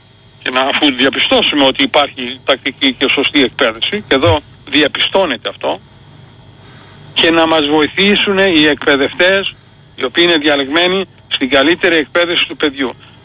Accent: Greece; moved away as an adult; now in New Jersey, United States; εγώ το μεγάλωσα στην Ελλάδα, ήρθε 25 χρονών εδώ, ακούω την Ελλάδα κάθε μέρα

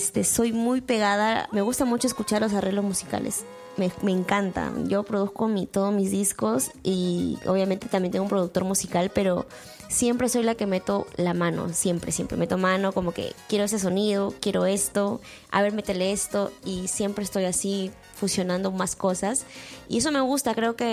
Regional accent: Peru; Bueno, yo como buena norteña me sale rico el arroz

